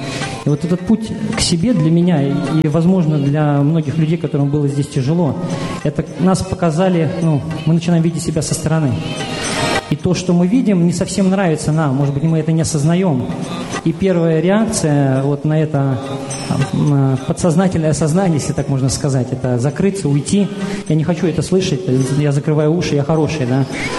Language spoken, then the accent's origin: Russian; Riga, Latvia; я из Риги.